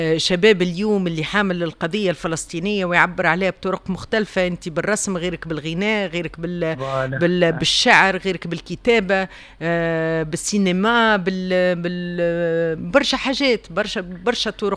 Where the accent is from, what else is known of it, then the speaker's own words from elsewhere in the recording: Tunisia; احنا كشعب تونسي